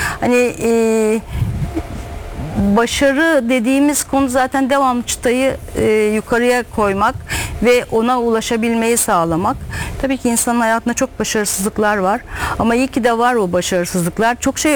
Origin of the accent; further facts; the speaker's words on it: Uşak, Turkey; ki Anadolu'dan gelen, biz Uşaklıyız.